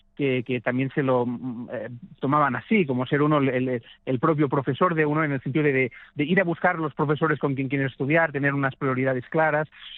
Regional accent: Spain; also born or lived in New York; yo nunca quiero renunciar a mis raíces. Y me siento pues muy feliz de estar en mi país en fin, de tener una carrera en Cataluña y en España, ¿no?

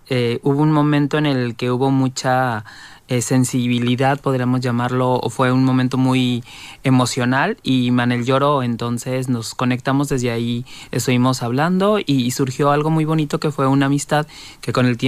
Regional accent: Mexico; now in Barcelona, Spain; De la parte de que yo soy mexicana, tengo 4 años viviendo en Barcelona y, bueno, salgo precisamente de México.

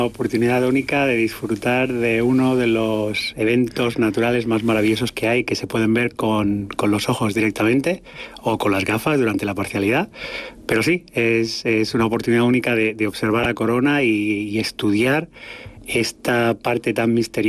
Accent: Terrassa, Catalonia, Spain; con mi gente aquí en mi casa, en mi país

